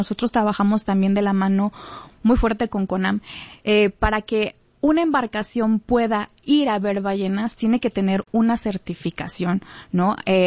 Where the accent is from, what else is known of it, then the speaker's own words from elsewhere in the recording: Huatulco, Oaxaca, Mexico; a pesar de que no nací en Huatulco, yo me considero huatulqueña porque llegué desde los 5 años. Entonces no nada más ves mi color porque lo traigo a Huatulco en mi corazón